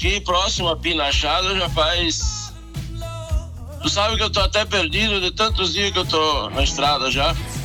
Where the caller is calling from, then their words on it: Arabutã, Santa Catarina, Brazil; Eu sou da Arabutã.